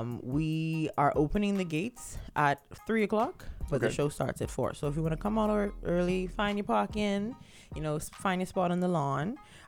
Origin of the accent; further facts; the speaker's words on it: Bahamas; There you go. Made in the Bahamas.